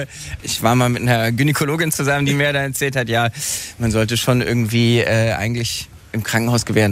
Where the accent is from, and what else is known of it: Berlin, Germany; born or raised there